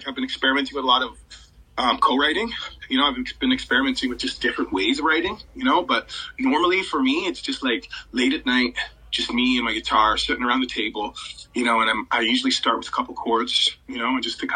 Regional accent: Six Nations, Ontario, Canada; I'm from Six Nations, Ontario, which is the reserve about an hour south from Toronto.

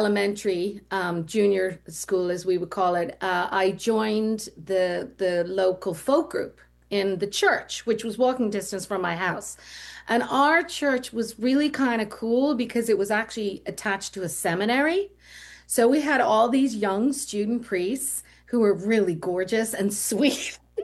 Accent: Dublin, Leinster, Ireland; You know, Ireland is just full of art and music and song. And so it really was a great place to be born if music was going to be your passion, because there was music.

